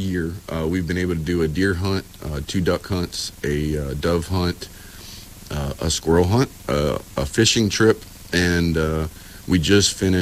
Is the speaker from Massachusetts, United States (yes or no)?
no; Houma, Louisiana, United States; moved away as an adult; now in Texas, United States; I'm originally from South Louisiana, so I'm not a Texas native, but I've spent half my life in Texas through my career.